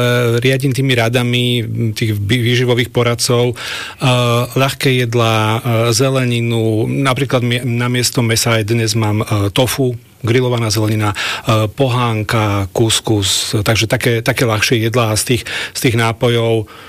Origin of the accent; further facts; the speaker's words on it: Brezová pod Bradlom, Trenčín Region, Slovakia; moved away; Takže ja pochádzam z Brezovej pod Bradlom, z tohto regiónu, tu nedaleko Bratislavy, hodinku cesty odtiaľto Kopanice.